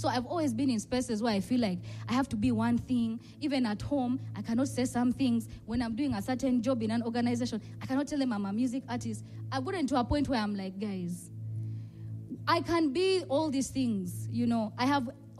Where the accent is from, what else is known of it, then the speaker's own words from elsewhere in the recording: Soroti, Eastern Region, Uganda; I grew up in Soroti.